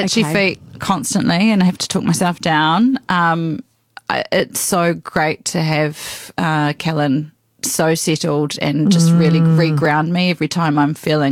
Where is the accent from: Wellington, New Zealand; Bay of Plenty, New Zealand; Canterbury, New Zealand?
Wellington, New Zealand; Otaki; also born or lived in Perth, Australia; I was born in Wellington, but have had a number of, so then we moved to Australia, living in Perth till I was 7, moved back to New Zealand to Otaki, and that's where I met Mishy.